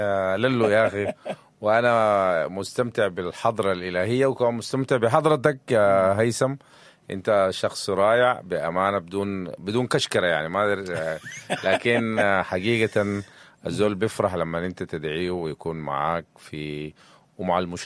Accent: Sudan

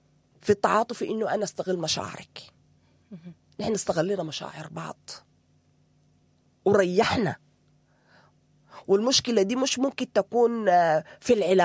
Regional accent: Sudan; ونحن في السودان فقدنا بيوتنا

